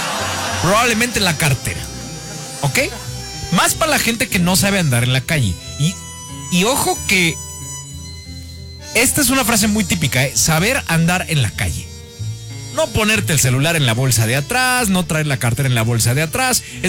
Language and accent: Spanish; Mexico; soy mexicano hasta la médula.